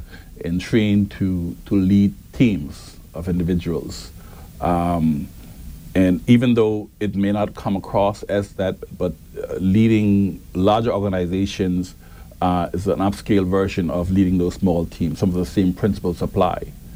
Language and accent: English; Cockburn Town, Grand Turk, Turks & Caicos Islands; born there; also born or lived in Providenciales; I lived right down the road right here. On Good Street, I grew up on Good Street. I was welcomed by my Good Street community. They actually calling me … because that's where they know me from.